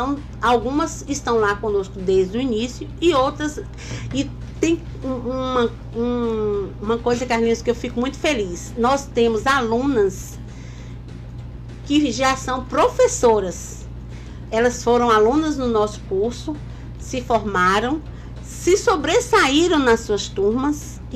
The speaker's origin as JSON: {"language": "Portuguese", "town": "Vitória da Conquista", "region": "Bahia", "country": "Brazil", "tie": "born or raised there", "moved": "yes", "lives_now": "Eunápolis, Brazil", "said": "que sou natural de Vitória da Conquista"}